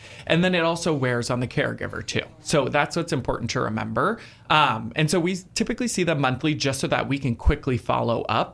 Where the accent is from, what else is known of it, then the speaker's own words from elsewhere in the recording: Tampa, Florida, United States; So I am actually born and raised in the Tampa Bay area, so I've grown up here my whole life.